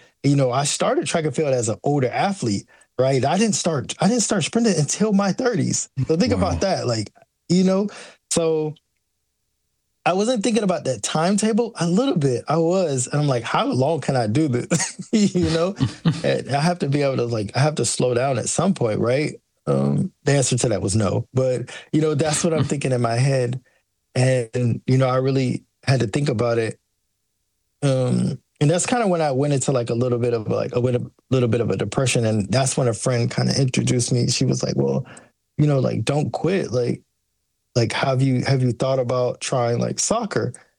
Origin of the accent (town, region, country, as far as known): United States